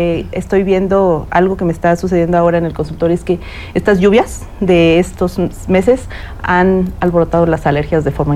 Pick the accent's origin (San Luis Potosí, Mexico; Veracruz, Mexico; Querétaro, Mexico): Querétaro, Mexico; los que somos queretanos